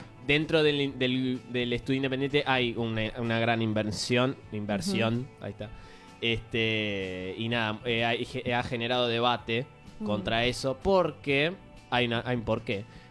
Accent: Bernal, Buenos Aires Province, Argentina

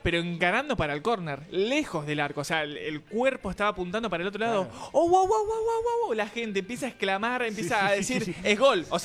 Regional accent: Argentina; Soy de Argentina, vine a ver un partido de Uruguay.

